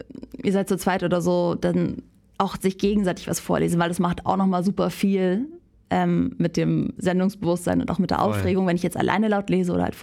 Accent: Northern Germany, Germany; Ich komme ja zum Beispiel aus dem Norden. Hat ganz lange das PF nicht existiert. Ich habe dann bei uns, wir sagen einfach Pferd.

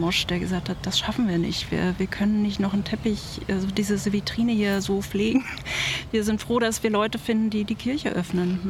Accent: Potsdam, Brandenburg, Germany; Ja, ich weiß nicht, ich komme aus Potsdam. Ich bin Potsdamerin und Land Brandenburg.

